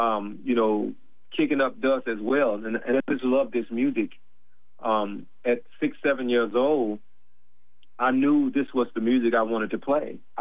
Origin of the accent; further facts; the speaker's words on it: Mississippi, United States; But, you know, just growing up in … you know, I was born into hill country blues.